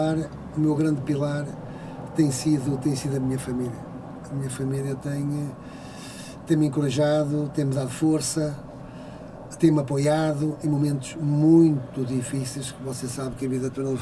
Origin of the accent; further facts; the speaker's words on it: Matosinhos, Norte, Portugal; Nasci em Matosinhos, fui criado em Matosinhos, sou filho de pescador